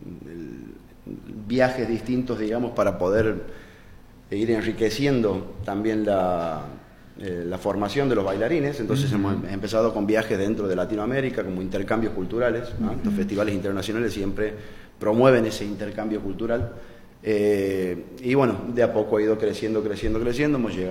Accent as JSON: {"language": "Spanish", "country": "Argentina", "said": "como argentino se nos reconoce por el fútbol y por el tango."}